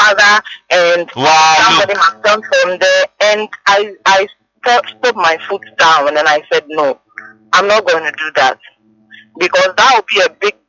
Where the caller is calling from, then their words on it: Accra, Greater Accra, Ghana; I'm calling from Atimota.